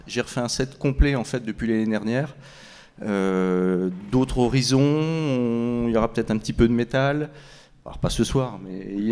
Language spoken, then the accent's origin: French; Bourgogne-Franche-Comté, France; moved away as an adult; now in Laval, France; Mon épouse, mes enfants, on est arrivés sur Laval, parce qu'on est originaire de la Bourgogne.